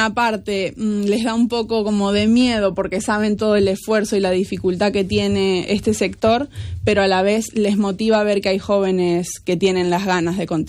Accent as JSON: {"language": "Spanish", "region": "Buenos Aires", "country": "Argentina", "tie": "born or raised there", "moved": "as an adult", "lives_now": "Punxín, Spain", "said": "vengo de Buenos Aires, de vivir en la ciudad toda mi vida. Tengo 30 años"}